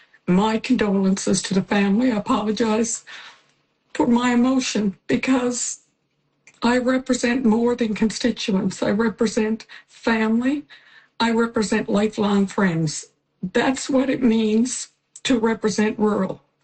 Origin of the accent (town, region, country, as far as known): Charlottetown, Newfoundland and Labrador, Canada; born or raised there